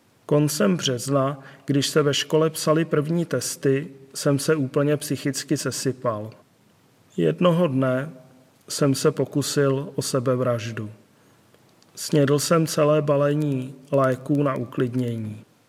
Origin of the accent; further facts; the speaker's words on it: Prague, Czechia; Je mi 49 let a celý život bydlím v Praze.